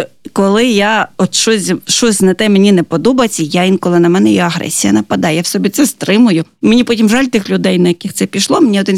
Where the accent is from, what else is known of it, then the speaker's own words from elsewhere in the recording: Lviv Oblast, Ukraine; Львівщина.